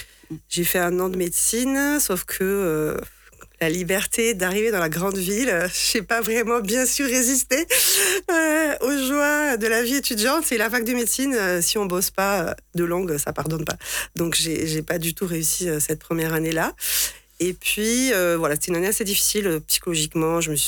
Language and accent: French; Alès, Occitanie, France; now in Vauvert, France; j'ai grandi à Alès. Mes parents sont l'Église réformée, l'Église protestante unie aujourd'hui. Donc, j'ai grandi dans ce milieu-là.